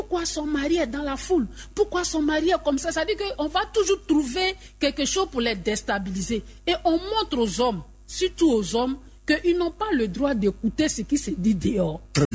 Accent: Abidjan, Côte d’Ivoire; Mais chez nous, à Abidjan, ici, non.

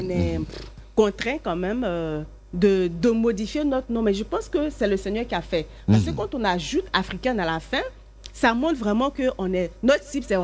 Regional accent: Côte d’Ivoire; moi, je suis de la Côte d'Ivoire

